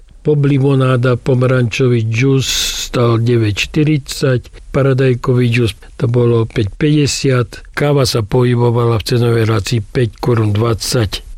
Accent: Hybe, Žilina Region, Slovakia; pochádzam z Hyb

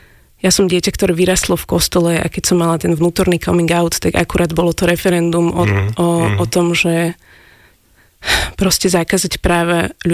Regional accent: Bratislava, Bratislava Region, Slovakia; Moja mama je z Prešova, a môj tatino je z Gvinej. Takže, ale ja už som Bratislavčan.

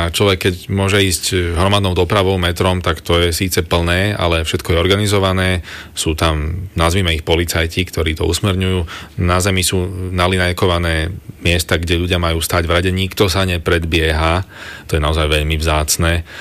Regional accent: Bratislava, Bratislava Region, Slovakia; born there; Teda ja som z Bratislavy, narodený v Bratislave a mám vzťah k Slovensku, najmä k východu Slovenska, keďže tam mám polovicu rodiny a od detstva som tam chodieval opakovane.

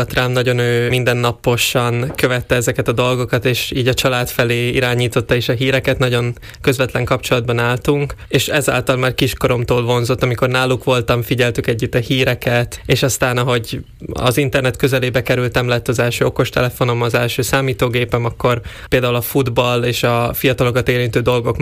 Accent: Štúrovo, Nitra Region, Slovakia; now in Budapest, Hungary; egyébként Párkányból származom. Oda jártam általános iskolába és gimnáziumba is, jelenleg pedig Budapesten a Nemzetközi Üzleti Főiskolán tanulok.

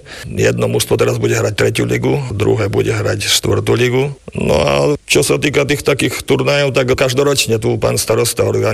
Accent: Čierne, Žilina Region, Slovakia; moved away as an adult; Pochádzam zo susednej obce z Čierneho.

